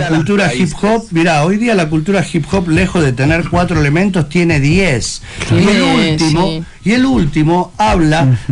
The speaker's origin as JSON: {"language": "Spanish", "region": "Río de la Plata", "country": "Argentina", "said": "Somos del Río de la Plata, y el Río de la Plata es rock and roll. Entonces, no tiene nada de malo el poder darle ese toque argentino a nuestro hip hop, ¿no?"}